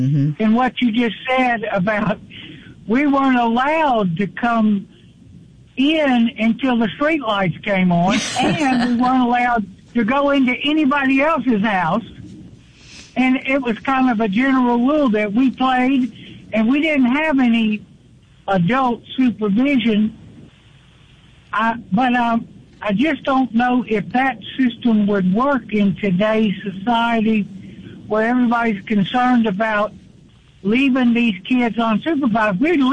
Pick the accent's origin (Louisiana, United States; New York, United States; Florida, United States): Louisiana, United States; Metairie; now in Natchez, United States; I grew up in Metairie, and I grew up in the 50s